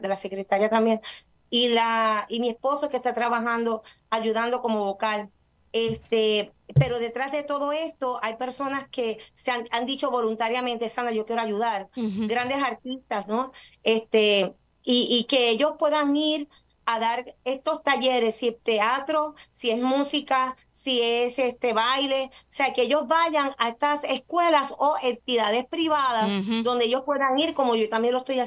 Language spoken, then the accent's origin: Spanish; Puerto Rico; also born or lived in Arizona; me gustaría mucho que invitaran a esta servidora acá en mi país hermoso, Puerto Rico. Pueden llamar al área code 480-480, porque vengo de Arizona, no he cambiado el ¿cómo se llama? El área code.